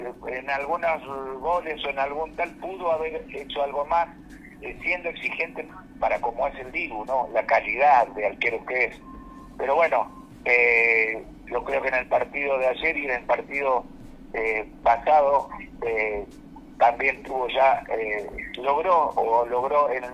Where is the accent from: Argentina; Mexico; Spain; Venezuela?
Argentina; como argentino digo que gane Argentina